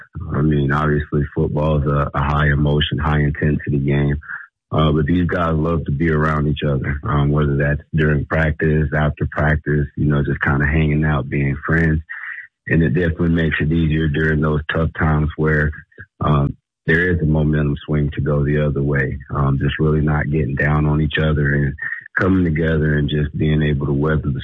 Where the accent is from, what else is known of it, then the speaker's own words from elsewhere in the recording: Georgia, United States; I mean, I'm from Georgia myself, and it's, you know, more of a football hotspot than the Nevada area is.